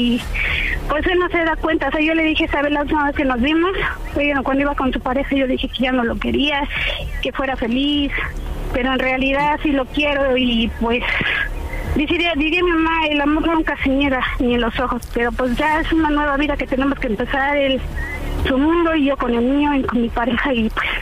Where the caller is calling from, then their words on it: Cuernavaca, Morelos, Mexico; soy de aquí de Santa Catarina